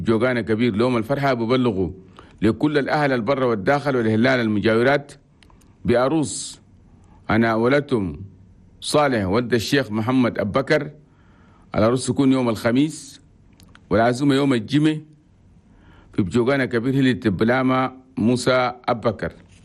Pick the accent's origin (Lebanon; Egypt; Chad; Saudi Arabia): Chad; وأننا كلنا تشاديين لازم نعيشوا بالعافيه والسلام والاستقرار في بلدنا تشاد